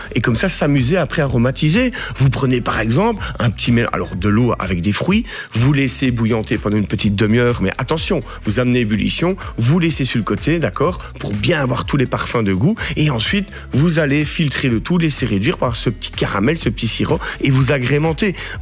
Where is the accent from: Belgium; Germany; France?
Belgium; Wallonia; ici, en plus, on est sur un sirop bio, on est wallon, on est à Senef, on est chez nous.